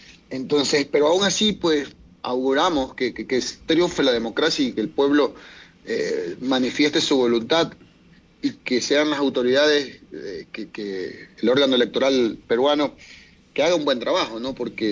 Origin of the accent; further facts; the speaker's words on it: Manabí, Ecuador; duele como manavitas, duele como ecuatorianos ver ese tipo de situaciones.